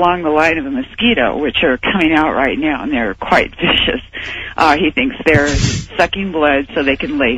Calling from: Anchorage, Alaska, United States; from Anchorage, Alaska.

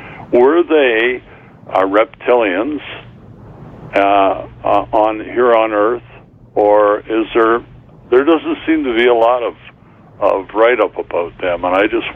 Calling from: Brantford, Ontario, Canada; I'm calling from Brantford.

